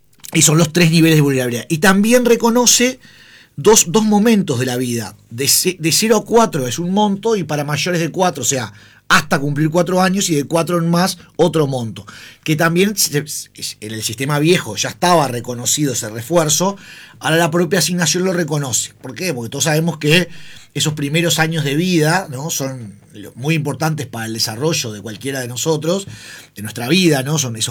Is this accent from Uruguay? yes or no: yes; Uruguay; nosotros como sociedad uruguaya